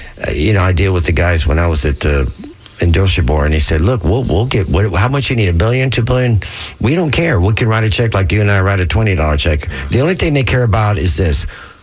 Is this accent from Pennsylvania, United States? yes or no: no; Tampa, Florida, United States; Well, growing up in Tampa, we had none of that.